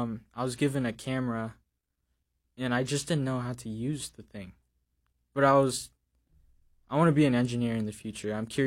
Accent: Juneau, Alaska, United States; born and raised in Juneau

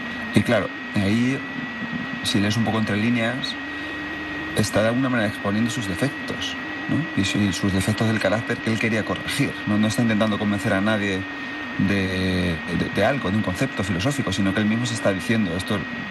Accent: Manzanares, Castilla-La Mancha, Spain; Yo siempre digo que es como cuando yo era pequeño y estaba en mi pueblo, ¿no? Yo soy un pueblo de Ciudad Real muy chiquitín, de Manzanares.

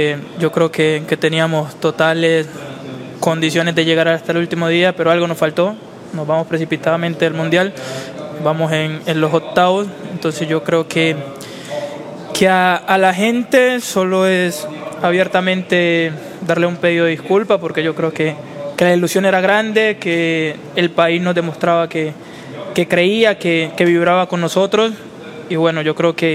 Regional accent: Colombia; yo creo que como colombianos, si hay algo que nos caracteriza es la capacidad de sobreponernos a las adversidades.

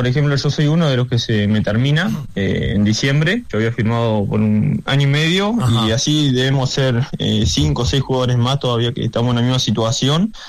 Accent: Neuquén, Argentina; la verdad que soy de Neuquén, pero se me ha pegado un poquito la tonada. Es difícil todo el día escuchando a los cordobeses que no se te pegue un poco.

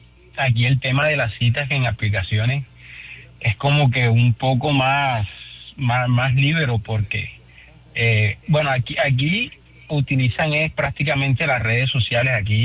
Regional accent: Barranquilla, Atlántico, Colombia; Es como una vez allá cuando estaba en Barranquilla, yo soy de Barranquilla

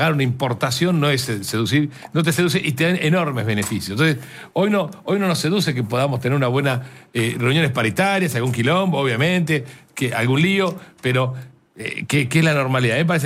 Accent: Argentina

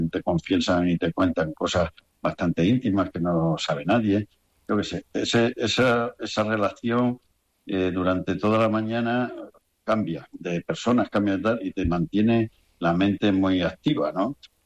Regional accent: Extremadura, Spain; now in Miguelturra, Spain; Yo me siento extremeño, pero también miguelete, porque... Claro. 34 años tienen que dejarte algo, y más viviendo aquí en este sentido

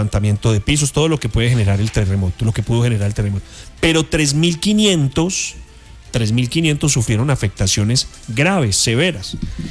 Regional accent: Pereira, Risaralda, Colombia; Esos somos los pereiranos.

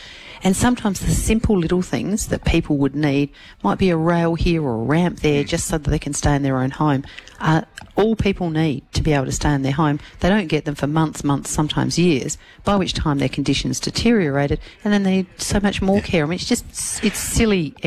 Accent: Renmark, South Australia, Australia; my hometown in Renmark.

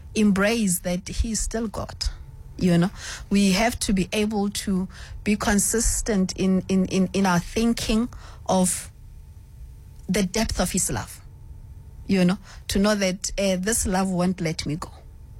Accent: Kimberley, Northern Cape, South Africa; also born or lived in Pampierstad; I was born in Pampierstad. I was born in Pampierstad. And then when my mom died, I went to Kimberley. Then I stayed with my dad and my stepmother.

